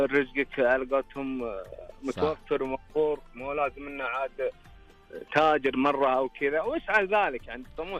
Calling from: Al Quwayiyah, Riyadh Province, Saudi Arabia; محافظة القوعية

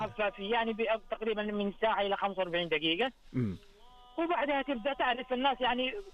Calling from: Jeddah, Makkah Province, Saudi Arabia

